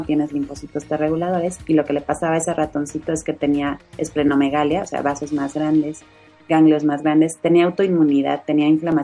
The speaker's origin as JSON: {"language": "Spanish", "country": "Mexico", "said": "Estamos en ese 5%, siendo mexicanos, trabajando desde aquí"}